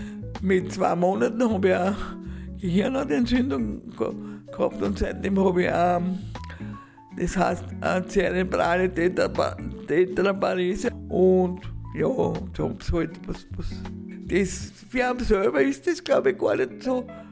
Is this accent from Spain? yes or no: no; Mödling, Lower Austria, Austria; born there; Geboren bin ich komischerweise, obwohl nur das, ich bin in Niederösterreich geboren, in Mödling.